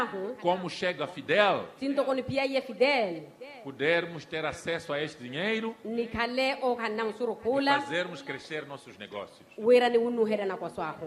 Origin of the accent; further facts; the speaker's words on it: Mozambique; E nós, como moçambicanos, unidos, e principalmente com a força da mulher, temos que combater esses males